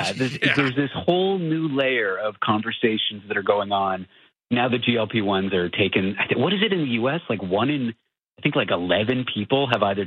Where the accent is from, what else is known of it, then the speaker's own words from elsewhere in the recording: Toronto, Ontario, Canada; Poor guy. I'm from Toronto.